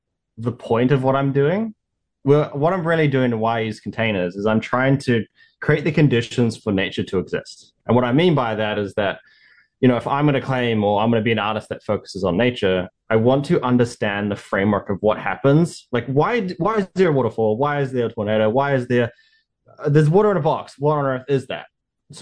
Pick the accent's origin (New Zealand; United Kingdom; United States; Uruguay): New Zealand; moved away; growing up in New Zealand, my home